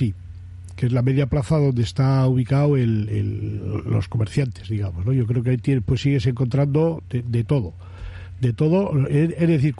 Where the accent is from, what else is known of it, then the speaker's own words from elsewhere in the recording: Bilbao, Basque Country, Spain; yo soy nacido en Carnicería Vieja, como te he dicho antes, y yo nunca me he planteado irme de vivir del casco viejo. Y he cambiado 5 veces de casa, pero no me planteo.